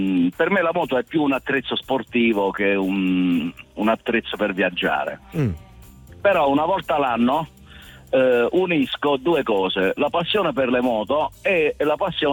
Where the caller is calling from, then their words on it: Lanciano, Abruzzo, Italy; Io sono di Lanciano, in provincia di Chieti, in Abruzzo.